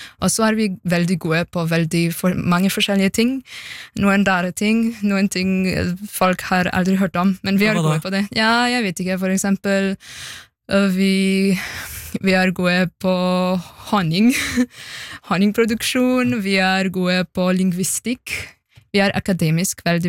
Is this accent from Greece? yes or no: no; Slovenia; Norwegian is a second language; Liksom, jeg synes at slovenere... Når jeg sammenligner dem med nordmenn, så vi ikke like patriotiske som nordmenn. Vi har en sånn kompleks at vi ikke like store og stolte som alle andre land.